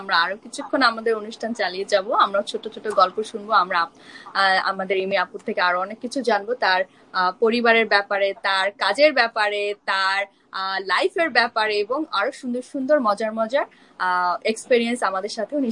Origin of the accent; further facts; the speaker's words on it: Bangladesh; moved away; যেমন আমার ছোটবেলা থেকে আমি যখন বাংলাদেশে ছিলাম, বড় হয়েছি